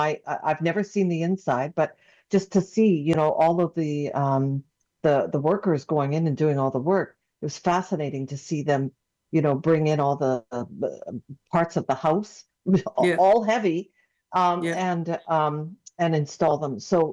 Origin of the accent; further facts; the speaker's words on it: Saskatoon, Saskatchewan, Canada; now in Vancouver, Canada; I just happened to bring up with somebody that I was from Saskatoon.